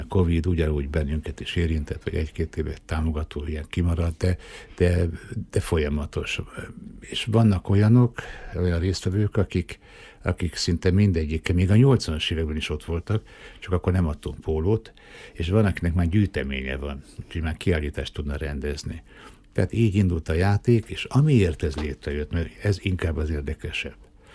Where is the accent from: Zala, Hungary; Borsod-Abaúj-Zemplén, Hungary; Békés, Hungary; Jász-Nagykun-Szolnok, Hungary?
Borsod-Abaúj-Zemplén, Hungary; Miskolc; igen, én büszke miskolci vagyok. Én tényleg.